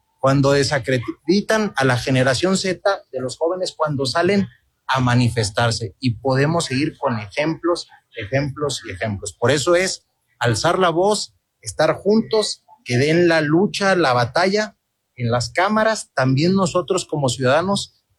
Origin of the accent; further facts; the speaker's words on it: Durango, Mexico; tenemos que hacerlo todos como mexicanas, como mexicanos, como duranguenses